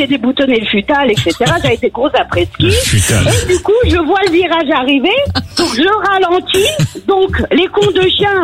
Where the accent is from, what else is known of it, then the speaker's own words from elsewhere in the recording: Vigneux-sur-Seine, Île-de-France, France; Je suis du 91 de Vigneux-sur-Seine.